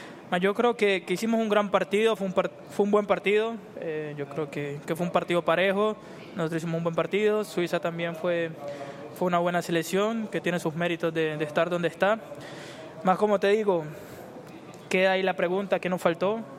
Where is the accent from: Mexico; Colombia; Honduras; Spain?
Colombia; Más bueno, yo creo que como colombianos, si hay algo que nos caracteriza es la capacidad de sobreponernos a las adversidades.